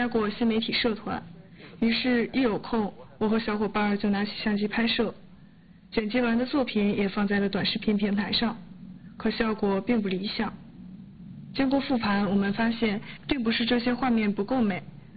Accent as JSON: {"language": "Chinese", "town": "Baishan", "region": "Jilin", "country": "China", "tie": "born or raised there", "lives_now": "Manjiang Village, China", "said": "老家在白山市。"}